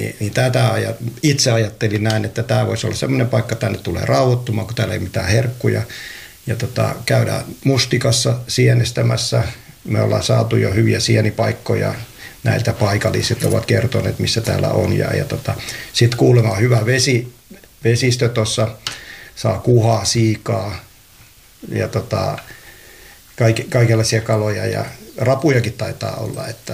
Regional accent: Varkaus, North Savo, Finland; now in Lahti, Finland; Ai niin, joo, kun mä oon itse Savosta kotoisin, että nyt vähän päästään lähemmäksi, kun asutaan Lahdessa, niin päästään vähän lähemmäksi Savoa taas sitten, että Varkaudesta kotoisin.

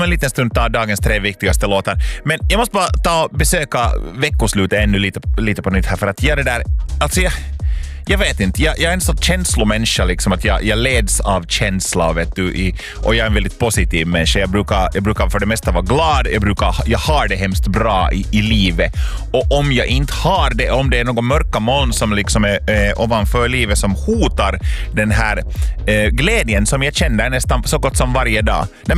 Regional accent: Lapinjärvi, Uusimaa, Finland; moved away as an adult; now in Helsinki, Finland; så jag kommer ju själv från Östra Nyland, från en ort som heter Lappträsk, från en by som heter Linkoski. Där är jag född och uppvuxen, där har jag bott mina 21 år, sen efter det flyttade jag till Helsingfors

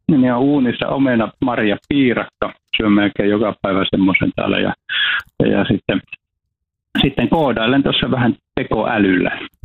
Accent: Iisalmi, North Savo, Finland; mä oon syntynyt siellä Iisalmen Peltosalmella ja mä oon ihan vauvana asunut samassa talossa.

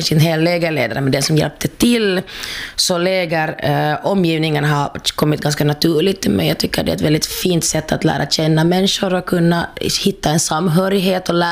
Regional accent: Helsinki, Uusimaa, Finland; jag är från Helsingfors

